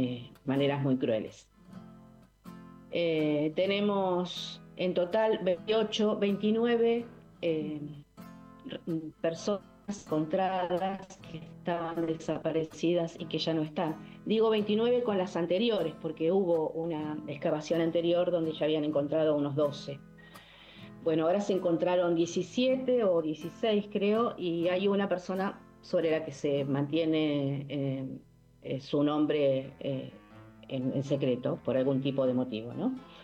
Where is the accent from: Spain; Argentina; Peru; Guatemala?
Argentina